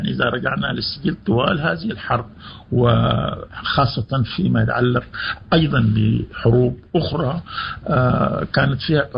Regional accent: Sudan; نحن كسودانيين

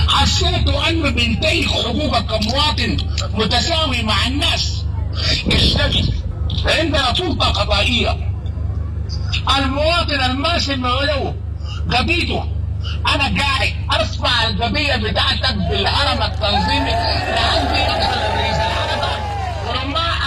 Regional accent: Sudan; كلنا كسودانيين بقطاعاتنا المختلفة بدياراتنا المختلفة بثقافاتنا المختلفة

